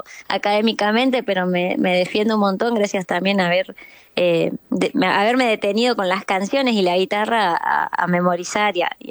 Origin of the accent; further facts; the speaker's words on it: La Pampa, Argentina; moved away as an adult; now in Córdoba, Argentina; Y yo acá ya tenía a mis hermanos estudiando, entonces desde La Pampa es bastante común venirte a estudiar a Córdoba, y bueno, sin mucha vuelta terminé siendo una cordobesa.